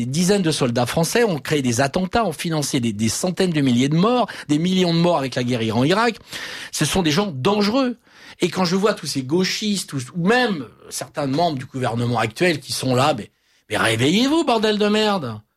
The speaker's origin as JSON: {"language": "French", "town": "Paris", "region": "Île-de-France", "country": "France", "said": "Je suis parisien, je suis français, je suis européen."}